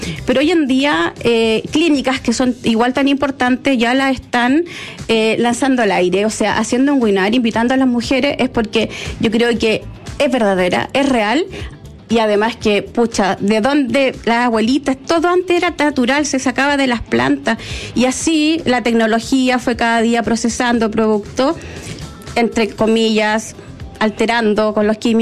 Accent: Chile; born there; soy marca Chile

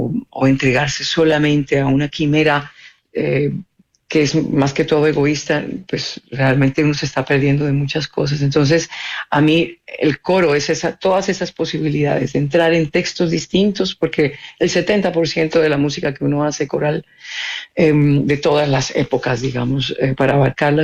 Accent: Cali, Valle del Cauca, Colombia; also born or lived in Chile; now in Netherlands; cerrando en mi ciudad natal, en Cali

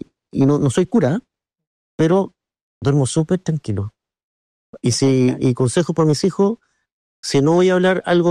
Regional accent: Chile; después me miraba el ombligo nomás como buen chileno

